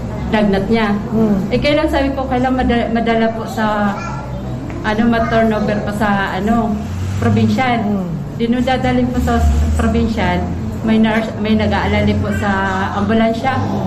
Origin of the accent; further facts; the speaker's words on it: Pinamalayan, Oriental Mindoro, Philippines; Pinamalayan.